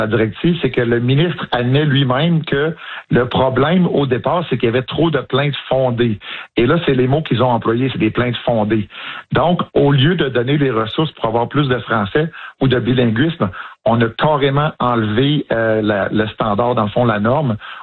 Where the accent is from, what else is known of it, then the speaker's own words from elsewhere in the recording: Quebec, Canada; je viens de la Côte-Nord, où la majorité des gens à l'époque, ils disaient « yes, no, toaster » en anglais. Fait que quand je suis rentré dans les forces, j'étais pas bilingue, je suis devenu bilingue